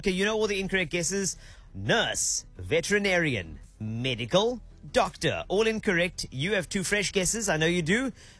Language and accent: English; South Africa; Important because we're South African and we embrace all cultures, languages, religions, and creeds. That is who we are.